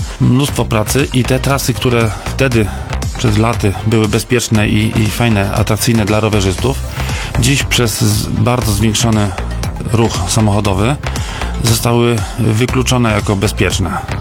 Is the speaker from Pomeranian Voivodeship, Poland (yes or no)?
no; Rzeszów, Subcarpathian Voivodeship, Poland; zapytany przez turystów z innych namiotów, skąd jestem, powiedziałem z Rzeszowa.